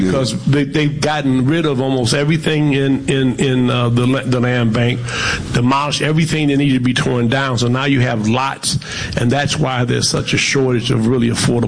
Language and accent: English; Detroit, Michigan, United States; as a child growing up in Detroit